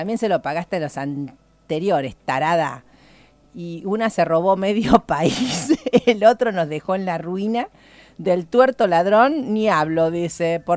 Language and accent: Spanish; Argentina